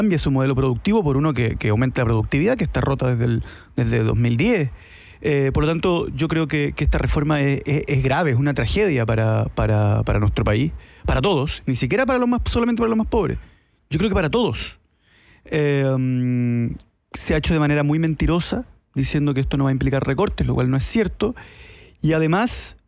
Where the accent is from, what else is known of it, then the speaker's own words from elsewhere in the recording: Chile; No, me refiero a que como chileno, el argentino es tu hermano.